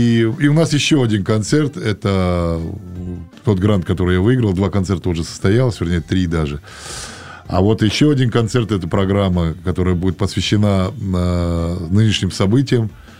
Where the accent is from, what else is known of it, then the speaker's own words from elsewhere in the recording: Kazakhstan; now in Voronezh, Russia; Это самый большой был мой вызов для меня, что я приехал из Казахстана сюда.